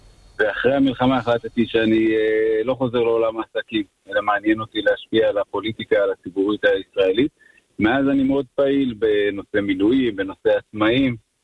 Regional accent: Beit Shemesh, Jerusalem District, Israel; גדלתי בעיר בית שמש.

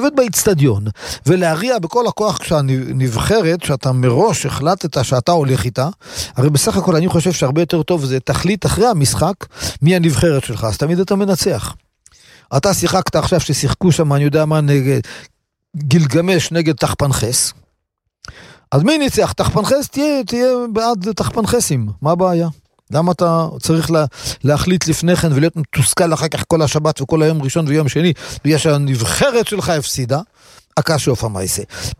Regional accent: Kiryat Ata, Haifa District, Israel; בתור ילד, גרתי בכפר עטה. בכפר עטה היה בית חרושת גדול, שקוראים לו בית חרושת עטה.

